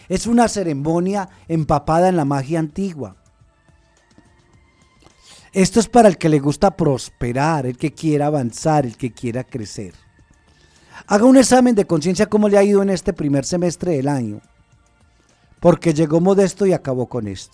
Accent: Antioquia, Colombia; somos antioqueños y tenemos unas montañas que no nos deja ver

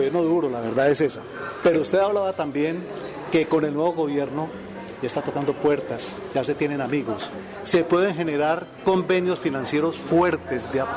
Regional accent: Colombia; Quedó muy bonita. Soy colombiano.

